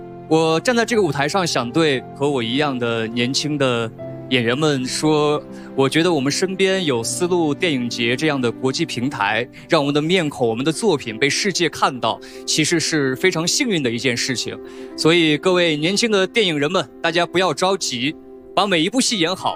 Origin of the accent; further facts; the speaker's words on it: Xi'an, Shaanxi, China; moved away; 我也是西安娃啊，我也是西安娃。